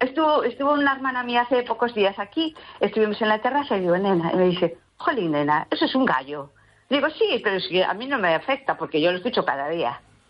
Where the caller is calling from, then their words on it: A Coruña, Galicia, Spain; vivo en La Coruña.